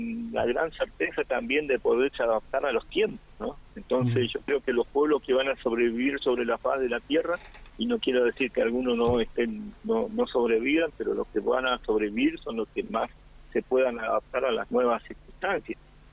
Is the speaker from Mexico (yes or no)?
no; Puerto Santa Cruz, Santa Cruz, Argentina; Yo me acuerdo cuando llegué a Puerto Santa Cruz, que te contaba fuera del micrófono, que no nací en Puerto Santa Cruz, pero cuando llegué en el 80... Yo llegué en febrero, marzo